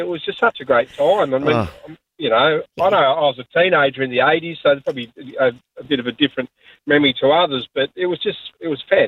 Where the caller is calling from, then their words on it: Hobart, Tasmania, Australia; I'm from Hobart, so we used to have 5.5 day trading.